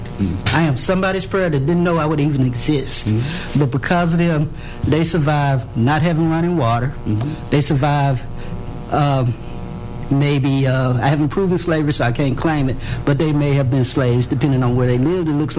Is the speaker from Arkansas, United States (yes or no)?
yes; Little Rock, Arkansas, United States; growing up in the South End